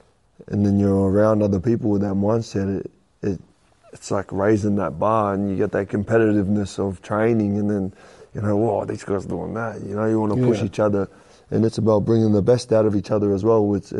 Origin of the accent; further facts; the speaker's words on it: New South Wales, Australia; Like, I come from Watanabe, I'm 2259, you know what I mean?